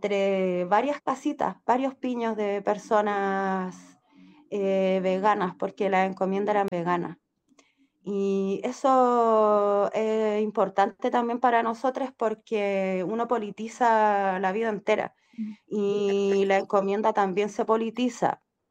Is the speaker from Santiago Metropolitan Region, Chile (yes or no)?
no; Peumo, O'Higgins, Chile; born there; Yo, una familia numerosa, nací en Peum, un pueblo chico con una cana en el medio del pueblo.